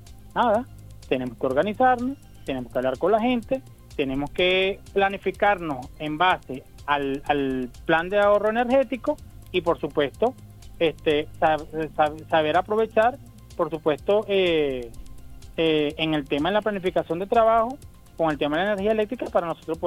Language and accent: Spanish; Venezuela; Yo soy un venezolano, yo soy una persona común y corriente